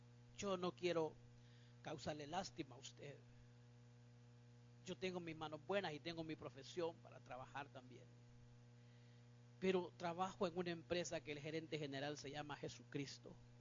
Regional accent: San Miguel, El Salvador; moved away; also born or lived in Zacamil, San Salvador; Hicimos una campaña evangelística en San Miguel. Era la primera vez que llegaba después de 6 años a mi tierra.

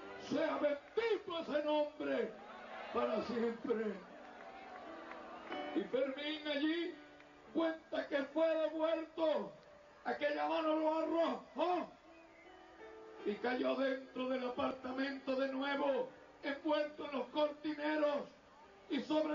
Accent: Altagracia de Orituco, Guárico, Venezuela; A la edad de 14 años, en mi pueblo natal, la ciudad de Altagracia de Olinduco, en el estado Guárico

